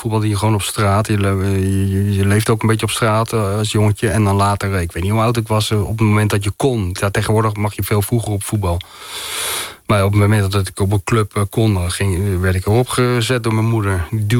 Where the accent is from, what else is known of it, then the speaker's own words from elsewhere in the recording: Zoetermeer, South Holland, Netherlands; ik ben dus opgegroeid in Zoetermeer.